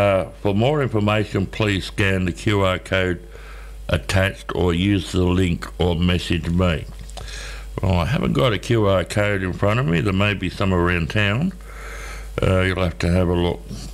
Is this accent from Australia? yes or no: yes; Walgett, New South Wales, Australia; After hearing the news, another lady in my hometown of Walgett has been diagnosed.